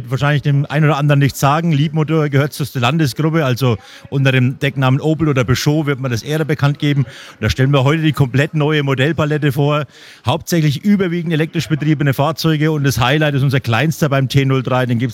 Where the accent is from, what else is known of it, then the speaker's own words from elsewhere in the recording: Dörfleins, Bavaria, Germany; frisch gezapftes Bier, wie immer aus meiner Heimatstadt, aus Dörfleins von der Brauerei Eichhorn.